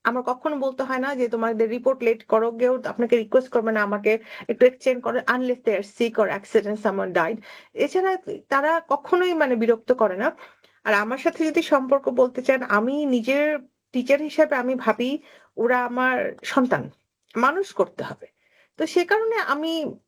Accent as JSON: {"language": "Bangla", "town": "Dhaka", "region": "Dhaka Division", "country": "Bangladesh", "tie": "born or raised there", "moved": "yes", "lives_now": "Japan", "said": "আসলে আমার জন্ম ঢাকায়, আমি বড় হয়েছে রামপুরাতে, আমার দাদার বাড়ি গোপালগঞ্জে। আমার ছোটবেলার মেমোরি বলতে সব ঢাকাতেই, মাঝে মাঝে হয়তো তখন গোপালগঞ্জে দেখতাম।"}